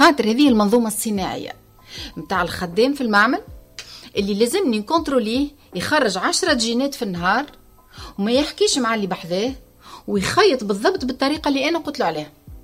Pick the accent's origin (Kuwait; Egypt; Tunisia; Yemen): Tunisia; احنا اللي عندنا في تونس